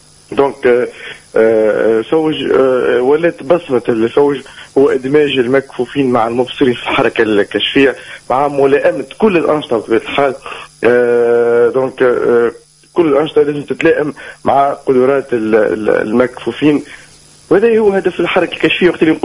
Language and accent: Arabic; Tunisia; حتى حكاية الابليكاسيون عندنا في تونس ناس دي بروغرامير